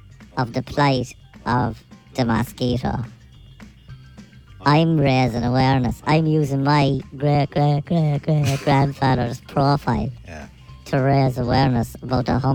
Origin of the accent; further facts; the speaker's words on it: Cork, Munster, Ireland; So I'm from Cork.